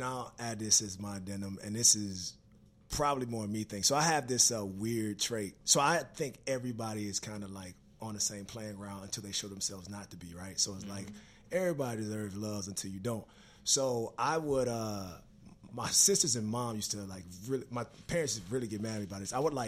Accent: Pine Bluff, Arkansas, United States; because I was from Pine Bluff and I moved like folks in the bluffs when I came there and I wore the clothes that I wore and I spoke to how I spoke

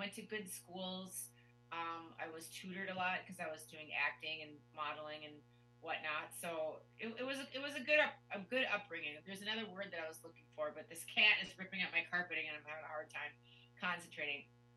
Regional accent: Minneapolis, Minnesota, United States; Growing up in Minneapolis

